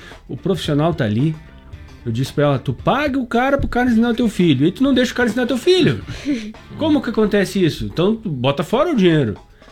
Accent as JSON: {"language": "Portuguese", "town": "São Lourenço do Sul", "region": "Rio Grande do Sul", "country": "Brazil", "moved": "yes", "said": "lá na minha cidade, lá São Lourenço do Sul."}